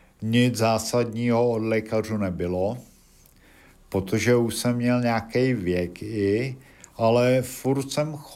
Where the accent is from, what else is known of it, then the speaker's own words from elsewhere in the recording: Sušice, Plzeň Region, Czechia; Jsem zdaleka, jsem ze Šumavy, z města Sušice Brána Šumavy